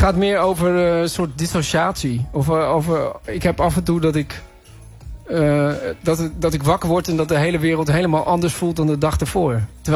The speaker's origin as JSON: {"language": "Dutch", "town": "Zwolle", "region": "Overijssel", "country": "Netherlands", "said": "het hele project in Zwolle, waar ik vandaan kom."}